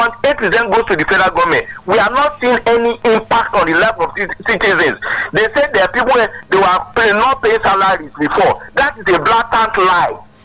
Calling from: Nigeria; calling from Adige.

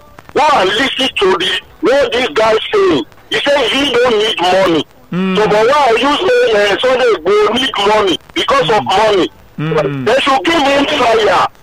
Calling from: Ayobo, Lagos, Nigeria; Yes, sick with Allah. From Ayobo.

